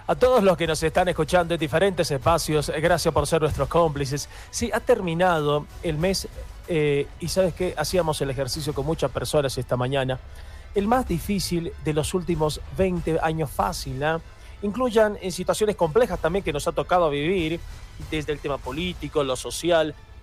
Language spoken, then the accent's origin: Spanish; La Paz, Bolivia; estos golpes que estamos recibiendo como paseños, como alteños